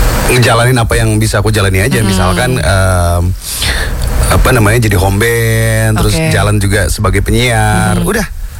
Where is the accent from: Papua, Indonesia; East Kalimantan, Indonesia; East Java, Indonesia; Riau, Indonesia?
East Kalimantan, Indonesia; Balikpapan; Sedangkan aku sendiri nih dari Balikpapan.